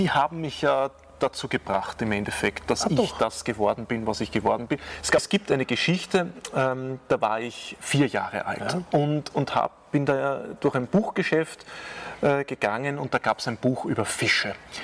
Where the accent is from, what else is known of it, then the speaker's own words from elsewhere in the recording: Brunn am Gebirge, Lower Austria, Austria; Tatsächlich, also ich komme aus Brunn am Gebirge, wo wir uns gerade befinden.